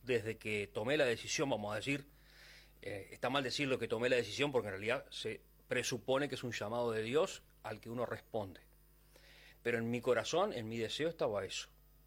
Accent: Salto, Uruguay; moved away as an adult; Cuando me vine a Montevideo para estudiar, yo soy de Salto

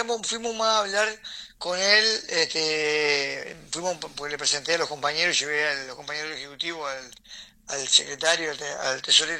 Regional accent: Uruguay; a los uruguayos nos gusta

